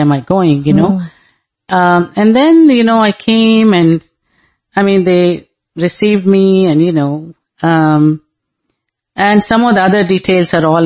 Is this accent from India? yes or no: yes; Hyderabad, Telangana, India; I'm from Andhra Pradesh, Hyderabad